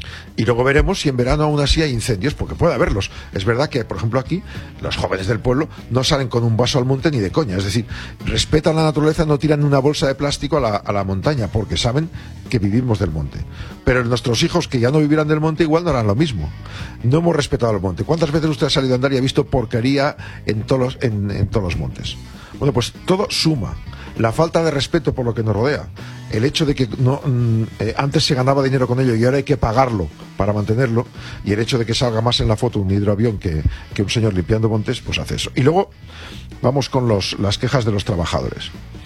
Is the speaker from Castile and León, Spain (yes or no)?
yes; Neila, Castile and León, Spain; Dos, nosotros en nuestros pueblos se vivía de los pinos. Con los pinos de mi pueblo en Neila, pues hacían, decían, las grandes crucetas de las velas de los barcos, ¿vale?